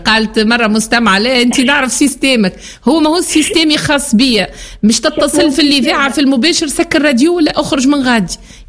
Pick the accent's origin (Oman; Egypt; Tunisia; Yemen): Tunisia; ولاو التوينسا الأصليين اللي عندهم جنسيتهم التوينسا متاعنا، أولاد حومتنا وبنات حومتنا ومن جهاتنا،